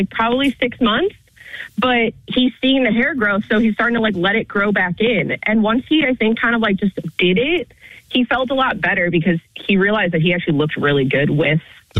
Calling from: Ladson, South Carolina, United States; I'm calling from Ladson.

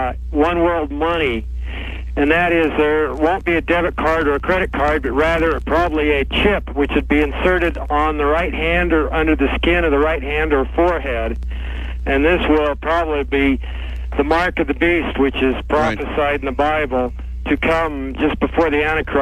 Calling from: Salt Lake City, Utah, United States; Salt Lake City.

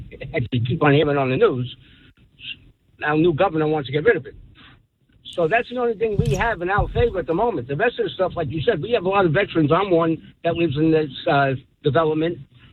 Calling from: New Egypt, New Jersey, United States; I live in a 55 and over community in New Egypt called The Venue in Longview.

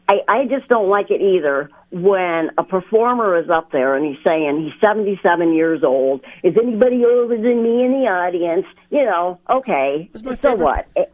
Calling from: Cadillac, Michigan, United States; I'm calling from Cadillac.

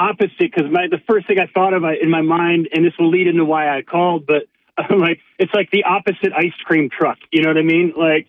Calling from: Binghamton, New York, United States; from Binghamton.

